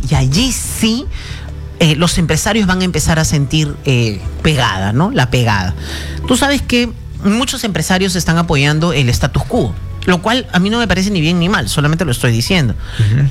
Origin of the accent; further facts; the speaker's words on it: Peru; está en nuestras manos como peruanos hacer esos cambios